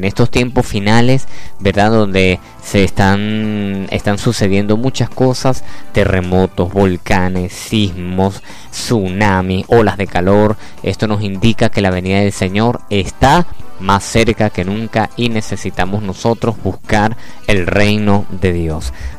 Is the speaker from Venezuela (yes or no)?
yes; Venezuela; Nosotros que somos venezolanos tenemos que orar por Venezuela